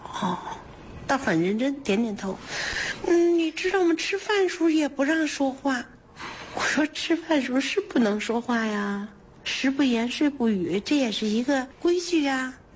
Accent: China

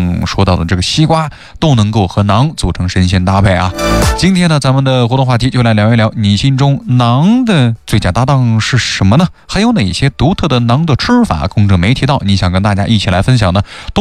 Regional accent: Xinjiang, China

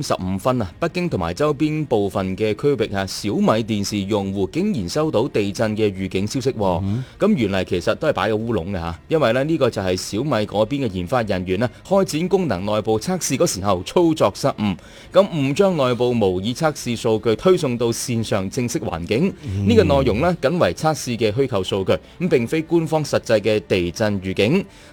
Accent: Guangdong, China; 俾到我哋广东人嘅感觉就系相当之清凉嘅

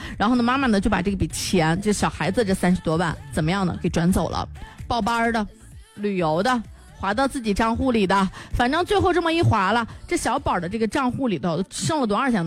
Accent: Linfen, Shanxi, China; accent: Linfen dialect; 我不能说临汾话啊，说临汾话就是范围比较大

